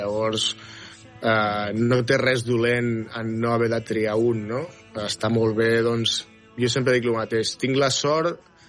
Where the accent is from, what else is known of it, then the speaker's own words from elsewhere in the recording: Badalona, Catalonia, Spain; Perquè porto aquí ara 18 anys, els meus fills han nascut aquí, soc de Badalona i català